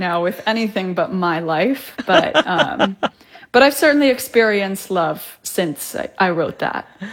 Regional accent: Iceland; Well, growing up in Iceland, which in hindsight feels

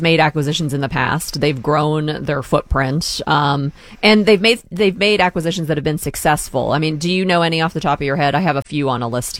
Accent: Pittsburgh, Pennsylvania, United States; now in Columbus, United States; Everyone has their favorite grocery stores, but I'm from Pittsburgh, born and raised. So when I moved to Columbus

